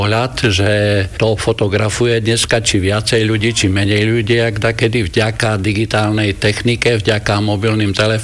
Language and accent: Slovak; Stropkov, Prešov Region, Slovakia; Dobrý deň … pochádzam zo Stropkova a som predsedom Stropkovského fotoklubu.